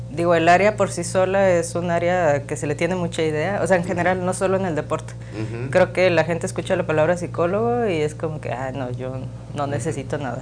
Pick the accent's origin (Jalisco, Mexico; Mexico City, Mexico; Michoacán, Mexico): Jalisco, Mexico; Guadalajara; born there; now in Tamaulipas, Mexico; Soy de Guadalajara